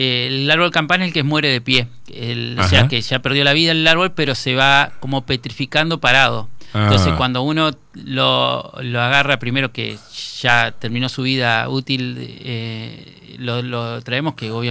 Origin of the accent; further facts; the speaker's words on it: Viale, Entre Ríos, Argentina; born there; al lado de mi casa, donde yo nací, estaba Joaquín Scione, que era un fiel trabajador para la cooperadora de salón parroquial de Viales, de la iglesia Santa Ana